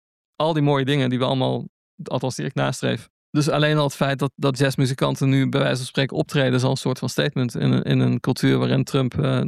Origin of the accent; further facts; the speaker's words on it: Netherlands; En dat zeg ik wederom niet als Nederlander.